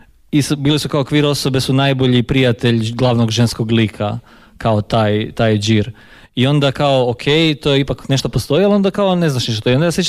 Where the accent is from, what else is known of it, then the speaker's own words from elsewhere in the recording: Poreč, Istria County, Croatia; ja sam inače iz Poreča, kao pa tu iz Istre, ali došao sam bio studirati u Zagreb